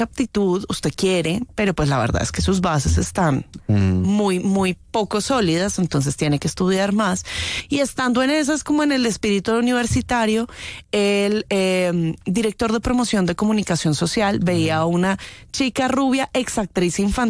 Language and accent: Spanish; Bogotá, Bogotá Capital District, Colombia; yo soy bogotana, orgullosamente.